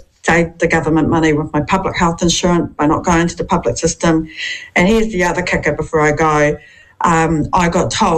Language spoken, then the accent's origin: English; New Zealand; I'm just a Kiwi girl